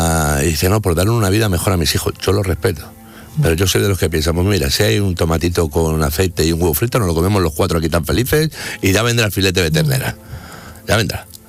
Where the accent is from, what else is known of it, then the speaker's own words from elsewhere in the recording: Málaga, Andalusia, Spain; Me ha hecho mucha ilusión estar aquí en mi tierra, en Málaga, y aquí en Canal Sur con vosotros.